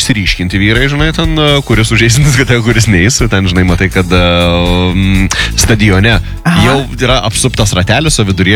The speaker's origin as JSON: {"language": "Lithuanian", "town": "Šiauliai", "region": "Šiauliai County", "country": "Lithuania", "lives_now": "Klaipėda, Lithuania", "said": "Aš sakiau savo gimtinės, niekada neišsižadėsiu ir visą laiką sakysiu, kad esu kilęs iš Šiaulių, žinai, bet esu dabar labiau klaipėdėtis negu šiaulėtis."}